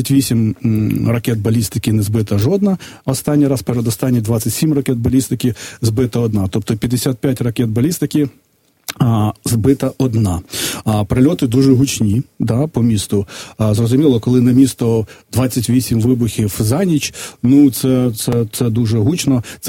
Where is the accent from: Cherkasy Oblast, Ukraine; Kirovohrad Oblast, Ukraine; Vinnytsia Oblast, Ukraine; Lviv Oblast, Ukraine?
Vinnytsia Oblast, Ukraine; Vinnytsia; now in Kyiv, Ukraine; я ж родом з Вінниці, в мене там є, я вже давно не живу